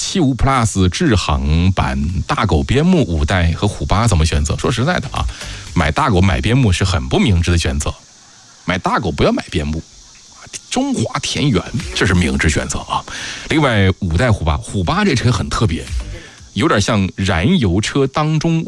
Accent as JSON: {"language": "Chinese", "region": "northern China", "country": "China", "moved": "as an adult", "lives_now": "Yichang, China", "said": "我就是北方人，"}